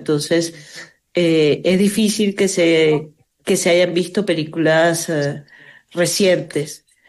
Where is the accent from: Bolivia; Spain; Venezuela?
Venezuela; moved away; somos cineastas venezolanos que estamos alrededor del mundo haciendo películas